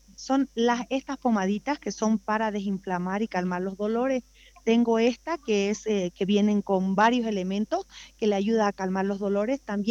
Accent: eastern lowlands, Bolivia; yo soy Camba, vengo de 36 grados de temperatura, Ayayagua.

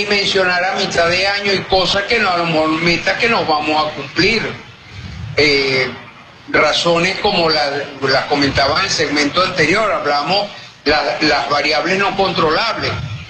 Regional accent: Venezuela

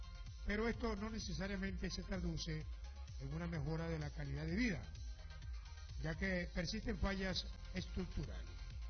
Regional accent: Venezuela; de los cumaneses, de los venezolanos, porque somos venezolanos.

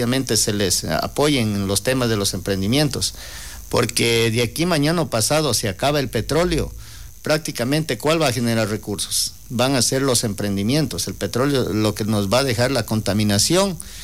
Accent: Loja, Ecuador; born there; moved away; Mi tierra Loja es una tierra, es una belleza.

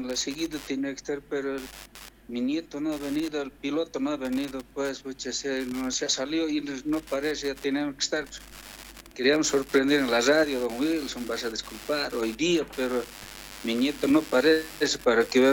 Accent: Independencia, Cochabamba, Bolivia; moved away; saludar a mi pueblo, provincia de Upaya, municipio de Independencia, distrito 8, que es Chilpapam.

